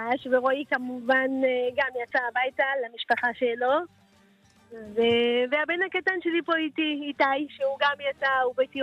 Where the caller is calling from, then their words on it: Or Yehuda, Tel Aviv District, Israel; אני גרה באור יהודה